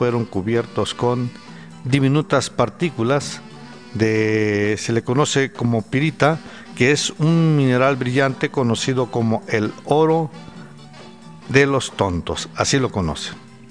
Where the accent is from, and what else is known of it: Mexico